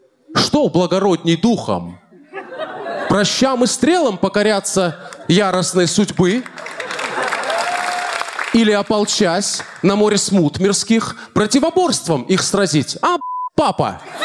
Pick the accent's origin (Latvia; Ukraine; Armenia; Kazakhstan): Armenia; вообще не такой в этом плане армянин. Я армянин с Алиэкспресса, мне кажется.